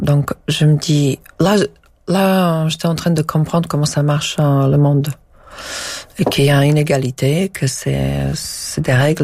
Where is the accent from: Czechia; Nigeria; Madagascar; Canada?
Czechia; French is a second language; now in France; moi je viens de Pays de l'Est.